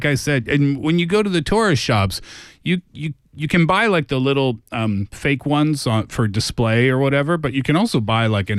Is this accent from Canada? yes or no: yes; Nova Scotia, Canada; And I'm from Nova Scotia, so when I see that, I have no reaction to it whatsoever.